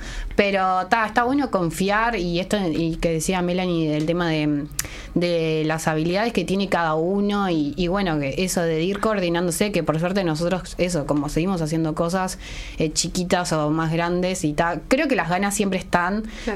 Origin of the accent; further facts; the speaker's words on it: Uruguay; siendo uruguayos